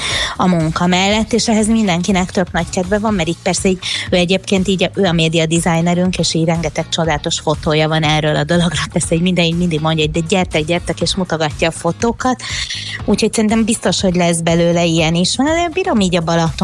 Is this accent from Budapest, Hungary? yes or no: yes; Budapest, Hungary; én ugye egy ilyen nagy belvárosi budapesti ember vagyok, szóval ezt nem tudnám sajnos letagadni